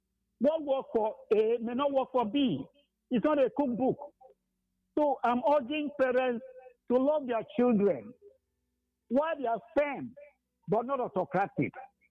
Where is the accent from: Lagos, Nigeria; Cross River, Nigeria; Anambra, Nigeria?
Cross River, Nigeria; from Cross River State.